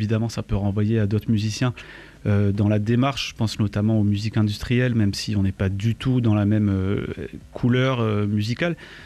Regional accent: France; pour nous, en tant que Français

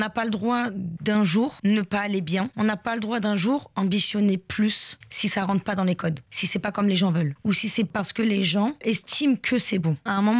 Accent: Paris, Île-de-France, France; moved away as an adult; also born or lived in Marseille; Et j'ai dit, bah, je viens de Paris.

